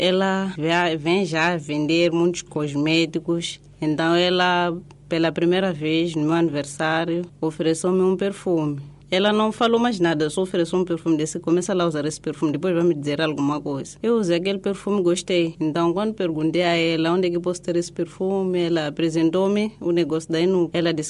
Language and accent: Portuguese; Manjacaze, Gaza, Mozambique; Sou natural de Manjacaze